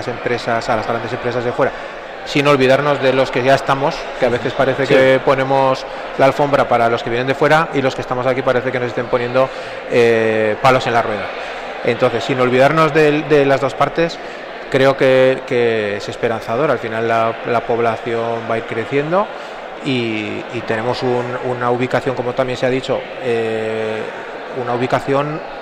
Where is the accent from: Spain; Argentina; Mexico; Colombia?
Spain; Huesca, Aragon; born there; el fundador es de Sieso de Huesca, pero ya las siguientes tres generaciones son de Huesca. Hemos nacido en Huesca, vivimos en Huesca y la idea es continuar aquí.